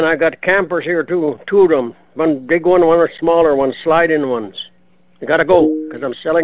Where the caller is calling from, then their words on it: Manitoba, Canada; Oh, I'm calling from Erksel area.